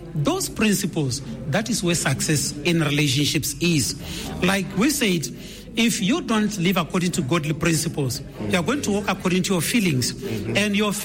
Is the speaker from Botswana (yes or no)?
yes; Nkange, Botswana; I'm from Nkange.